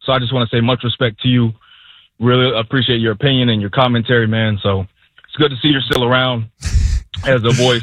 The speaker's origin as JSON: {"language": "English", "town": "St. Petersburg", "region": "Florida", "country": "United States", "tie": "born or raised there", "said": "I'm born and raised in St. Pete. I'm 40 years old."}